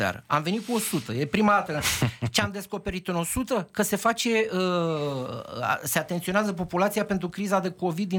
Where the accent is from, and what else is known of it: Romania